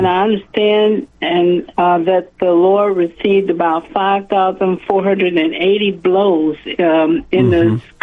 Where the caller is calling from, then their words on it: Kansas City, Missouri, United States; I'm calling from Kansas City, and we listen to you on the radio.